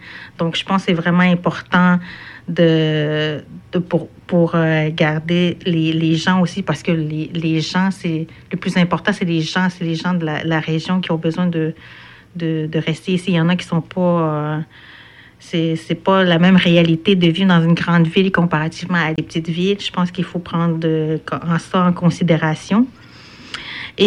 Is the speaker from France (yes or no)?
no; Natashquan, Quebec, Canada; parce que je viens de Natashquan, la communauté Innu Noutarquan.